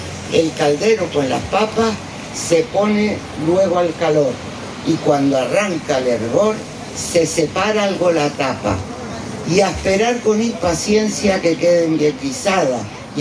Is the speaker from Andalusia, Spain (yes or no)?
no; Canary Islands, Spain